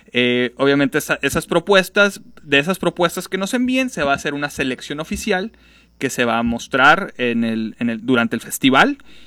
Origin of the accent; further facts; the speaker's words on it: Sonora, Mexico; also born or lived in Mexico City; yo viví en Ciudad de México, allá tuve mi formación cinematográfica, digamos, y volví a Sonora, como bien dices, a querer retratar, a volver a mi tierra y retratar este mundo de acá, ¿no? De nuestra tierra